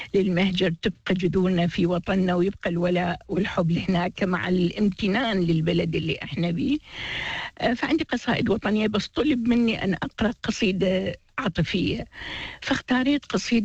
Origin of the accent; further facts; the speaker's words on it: Iraq; now in Australia; أنا من العراق، أنتمي لمنتدى الجامعين العراقيين